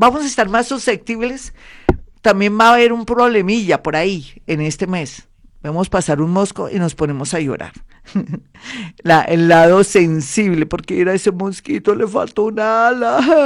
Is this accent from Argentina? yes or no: no; Colombia; como buena colombiana que somos muy, nos arreglamos bonito